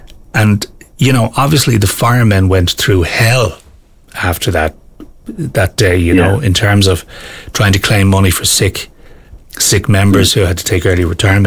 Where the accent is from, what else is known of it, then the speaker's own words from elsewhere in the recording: Ireland; the Irish people